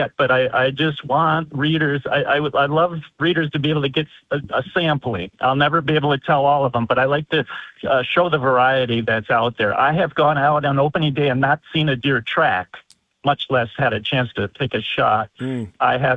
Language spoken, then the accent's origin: English; Wisconsin, United States; I grew up in Racine County, Steve. So we, and at a time when there weren't that many deer down there, but I used to just dream about deer hunting in northern Wisconsin.